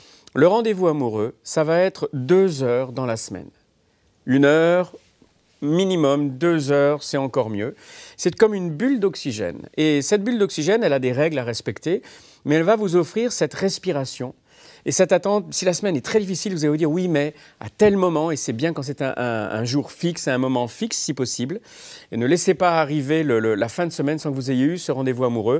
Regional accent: France; C'est pas juste parce qu'on est français, vous savez, avec cette image de romantisme.

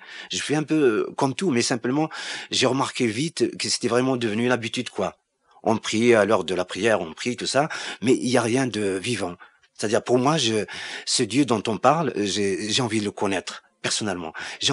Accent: Algeria; now in France; Quand je suis parti en France, d'Algérie, c'est pour fuir un petit peu toutes ces questions de religion.

